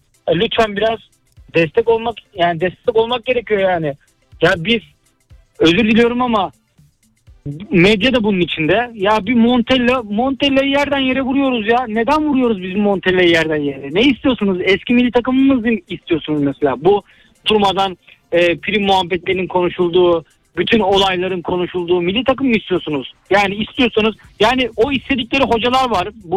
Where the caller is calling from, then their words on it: Istanbul, Turkey; İstanbul'dan arıyorum ben.